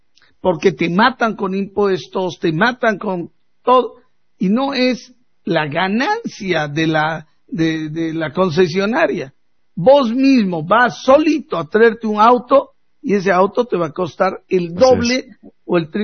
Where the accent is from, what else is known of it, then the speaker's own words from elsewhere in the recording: Bolivia; Entonces, ¿por qué nos gusta mentirnos como bolivianos?